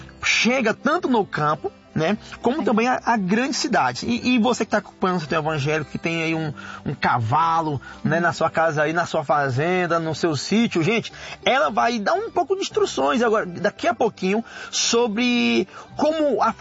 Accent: Northeast Region, Brazil; Eu sou nordestino, a grande parte da minha família, ela é vaqueiro

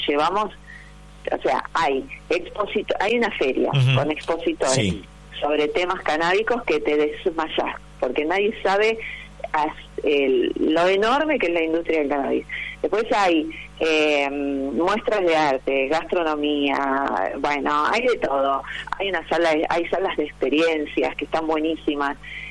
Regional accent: Buenos Aires, Argentina; yo, como porteña, sí, pura y dura, porque tengo ese problema, que amo Buenos Aires, soy porteña y estoy orgullosa de serlo

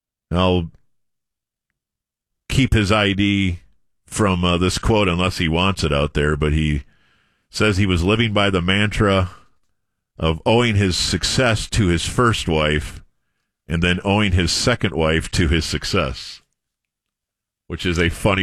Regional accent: Watertown, Wisconsin, United States; I was born in Watertown. Nobody knows where Watertown, Wisconsin is. That's not a place where people are from, but I'm from there.

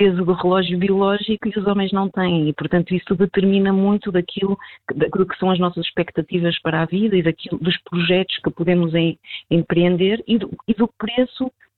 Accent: Portugal

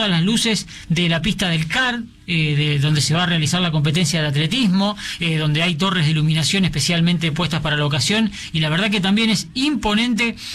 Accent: Santa Fe, Argentina; para aquellos que somos de Santa Fe

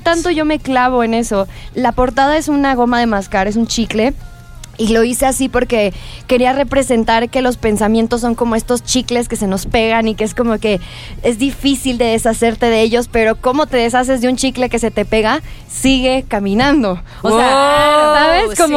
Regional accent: Monterrey, Nuevo León, Mexico; moved away as an adult; now in Mexico City, Mexico; Yo soy de Monterrey.

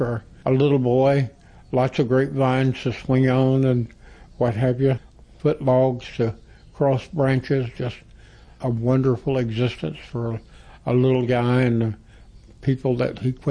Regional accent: Oklahoma, United States; also born or lived in Amarillo, Texas; Growing up in Oklahoma. Actually, I was born in Amarillo, Texas

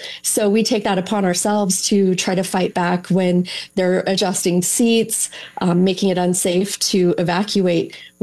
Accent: Arizona, United States; I'm from Arizona originally, and I'm based in Phoenix.

